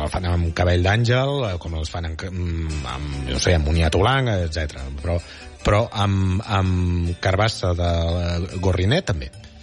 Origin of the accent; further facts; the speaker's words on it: Catalonia, Spain; El jo, d'on soc jo originari, al Vallès, es feia bàsicament la blanca